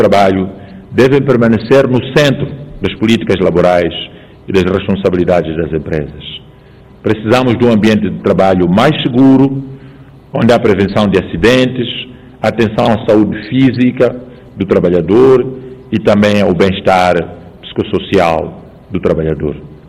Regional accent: Mozambique; Este é um desafio coletivo de todos nós como moçambicanos.

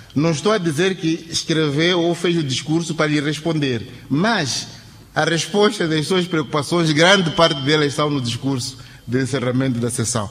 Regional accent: Mozambique; mas falo como moçambicano

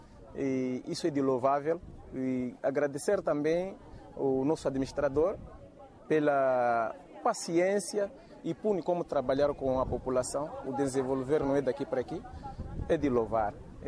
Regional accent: Zambezia, Mozambique; sou natural de Micaúni, aqui onde nasci.

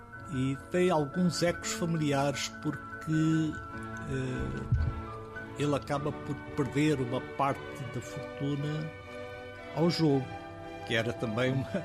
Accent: Goa, India; as primeiras histórias serem sobre a minha infância e primeira juventude em Goa fizeram-me renascer esse interesse por contar uma história goesa

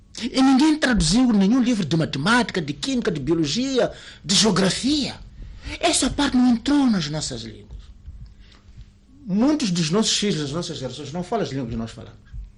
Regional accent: Mozambique

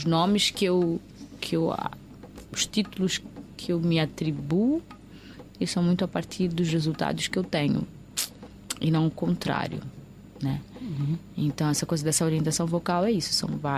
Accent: Mozambique; acho que eu sou muito moçambicana nesse sentido, assim.

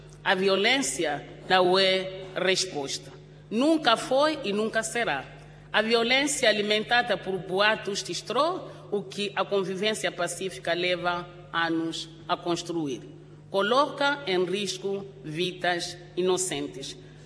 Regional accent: Mozambique

